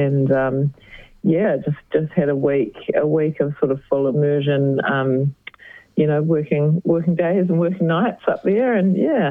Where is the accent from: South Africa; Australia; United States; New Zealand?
New Zealand; Westport, West Coast; now in Lyttelton, New Zealand; That's right. I grew up on the West Coast. Yeah, I grew up just outside of Westport. Yeah.